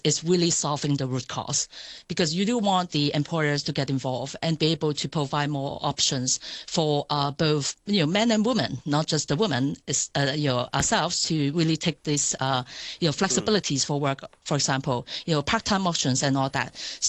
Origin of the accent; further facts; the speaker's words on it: Hong Kong; We all know, growing up in Hong Kong, you would know the commercial reminding you it takes $4 million to raise a kid, right?